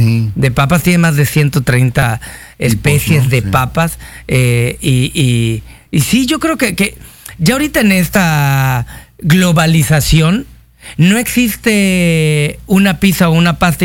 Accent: Mexico; decimos somos mexicanos y llevamos la bandera y el nopal en el corazón

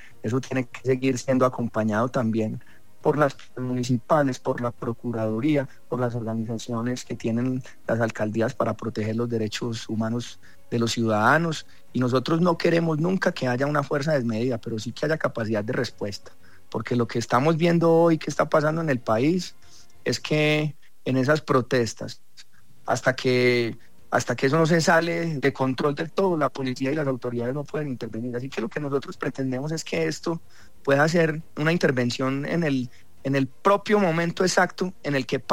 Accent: Medellín, Antioquia, Colombia; Yo soy de Antioquia, una de las regiones más afectadas por la violencia en este país. Soy de Medellín, una ciudad donde opera el 43% del crimen organizado de Colombia.

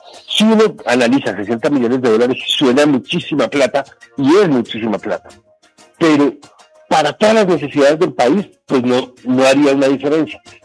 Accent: Colombia; yo soy colombiano, quiero que Colombia gane.

